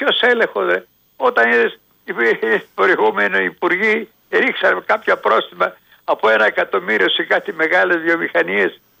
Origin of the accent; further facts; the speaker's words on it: Athens, Attica, Greece; also born or lived in Macedonia; γεννημένος, όταν ήταν πατέρα μου αξιωματικός, και ενός μηνός ήρθαμε, ένα χρόνο ήρθα στην Αθήνα. Είμαι όμως Μακεδόνας.